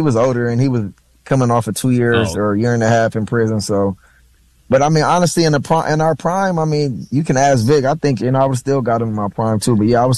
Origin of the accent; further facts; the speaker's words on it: Los Angeles, California, United States; USC was right there in my backyard. I grew up in the Crenshaw District, and, you know, that was literally in my backyard, and I feel like I had to get away from home and grow up on my own.